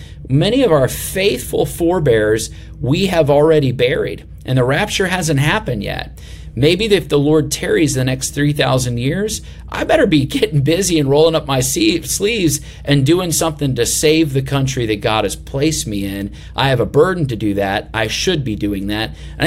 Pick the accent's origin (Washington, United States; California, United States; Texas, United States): Texas, United States; Dallas; I grew up in the Dallas area.